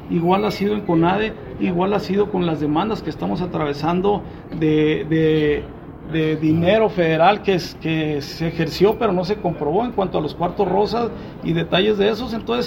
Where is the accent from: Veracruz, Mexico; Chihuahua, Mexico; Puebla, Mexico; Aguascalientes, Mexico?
Chihuahua, Mexico; Hidalgo del Parral; los parralenses, independientemente de los colores nacionales y estatales, somos mexicanos